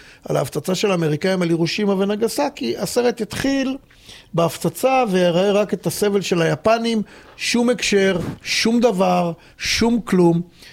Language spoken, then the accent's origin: Hebrew; Tel Aviv, Tel Aviv District, Israel; אני גדלתי בדרום תל אביב, והיום אני גם גר בדרום תל אביב